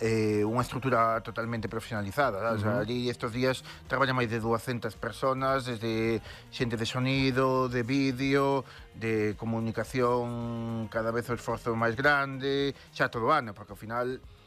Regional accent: Vilaxoán, Galicia, Spain; E, bueno, somos de Vilaxoán, da Terra das Revenidas, onde se canta moi ben e se bañan as mantidas.

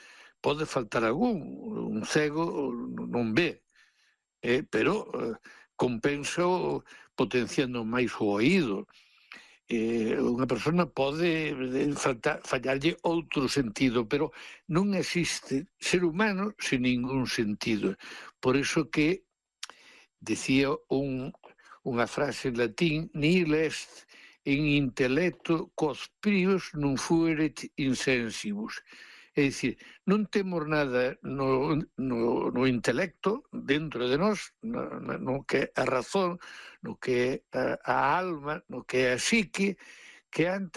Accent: Padroso, Galicia, Spain; Tuve unhas mestras, sempre mulleres, na escola unitaria, lá en Abeleda, ao lado da miña aldea de Padroso

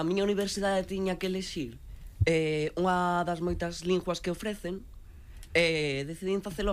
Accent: Madrid, Community of Madrid, Spain; Galician is a second language; De Madrid, Madrid son de Vallecas, ¿eh?

